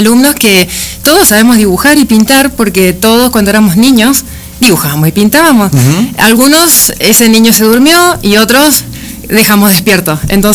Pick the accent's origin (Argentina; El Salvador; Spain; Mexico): Argentina; Misiones; moved away; Del norte, de Misiones.